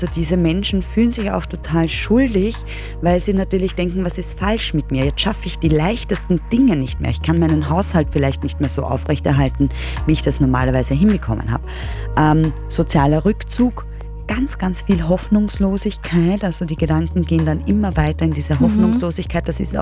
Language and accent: German; Lower Austria, Austria; Ich komme aus dem Waldviertel, ja.